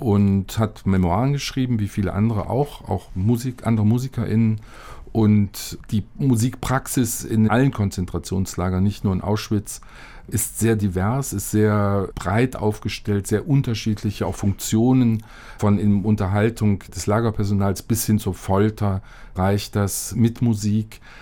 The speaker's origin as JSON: {"language": "German", "town": "Cologne", "region": "North Rhine-Westphalia", "country": "Germany", "lives_now": "Bayreuth, Germany", "said": "Aber tatsächlich bin Kölner, auch wenn Bayreuth meine zweite Heimat geworden ist."}